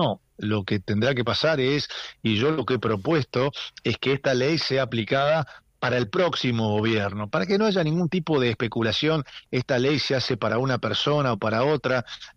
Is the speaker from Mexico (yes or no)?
no; Argentina; como argentino y desde la Argentina